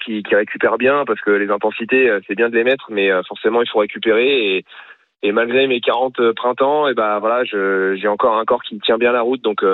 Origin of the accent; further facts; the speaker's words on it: Normandy, France; c'est que je suis normand, donc voilà, je suis déjà quand même assez bien bâti de base.